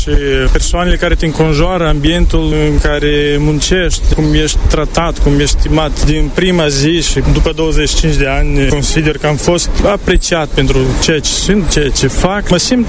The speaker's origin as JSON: {"language": "Romanian", "country": "Moldova", "moved": "as an adult", "lives_now": "Italy"}